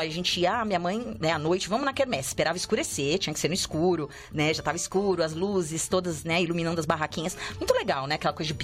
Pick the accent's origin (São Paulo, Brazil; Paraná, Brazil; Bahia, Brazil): São Paulo, Brazil; São Caetano do Sul; now in Canada; eu sou de São Caetano, e lá tem muita igreja.